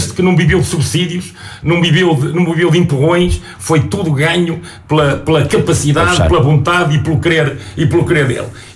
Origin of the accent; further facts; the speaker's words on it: Portugal; porque também sou português